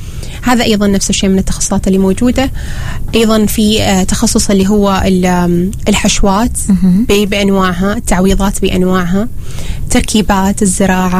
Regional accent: Oman; إحنا عندنا في عمان عمليات الجراحة الفك جراحة الوجه والفكين

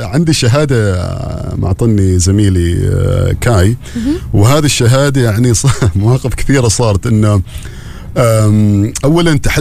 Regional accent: Oman; نحن سلطنة عمان it's next to سعودي أرابيا، خبرهم قريبة من الإمارات واليمن.

